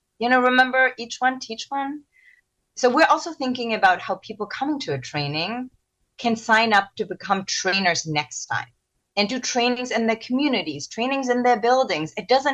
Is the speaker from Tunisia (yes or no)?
no; Germany; now in New York City, United States; I was born and raised in Germany, and my family comes from South Korea.